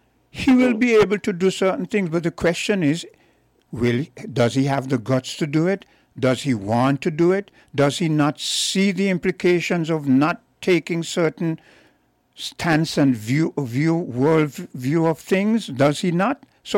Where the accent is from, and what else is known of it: St. Kitts & Nevis